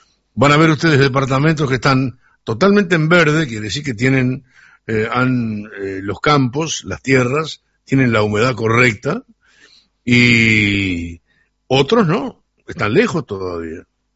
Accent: Sarandí del Yí, Durazno, Uruguay; los que somos de Sarandí de allí

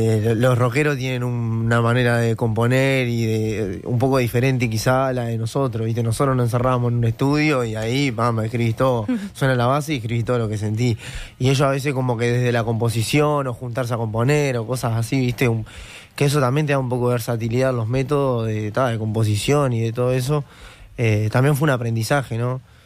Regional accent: Montevideo, Uruguay; born there; also born or lived in Durazno / the coast; yo medio que viví la mitad de mi vida en Durazno y la mitad de mi vida en Montevideo, claro. Nací ahí. En realidad viví en la costa, pero nací en Montevideo.

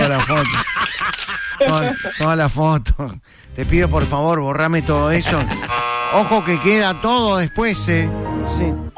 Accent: Uruguay; Yo soy uruguayo

